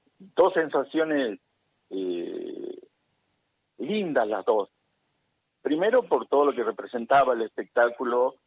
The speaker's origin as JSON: {"language": "Spanish", "region": "Jujuy", "country": "Argentina"}